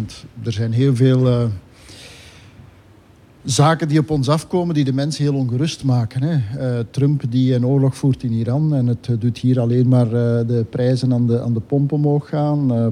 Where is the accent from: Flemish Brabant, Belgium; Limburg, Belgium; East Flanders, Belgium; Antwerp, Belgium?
Limburg, Belgium; het is wel belangrijk voor onze provincie. Omwille van een aantal redenen. Ten eerste, wij zijn de provincie van de maakindustrie in Vlaanderen.